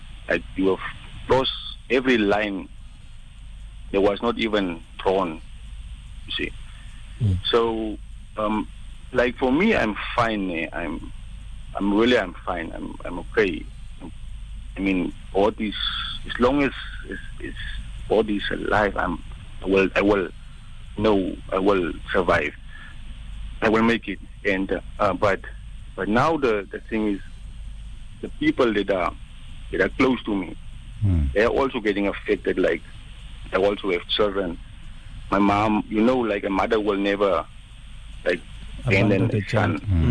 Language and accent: English; Windhoek, Khomas, Namibia; in my hometown, but I mean, the capital city